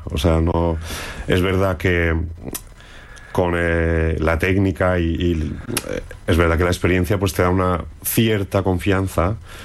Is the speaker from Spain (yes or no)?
yes; Balearic Islands, Spain; moved away as an adult; now in Madrid, Spain; O sea, porque yo me fui de Mallorca, pues hará unos 25 años, sí, más o menos, sí, o alguno más. Y, o sea, ya llevo más tiempo fuera que en casa.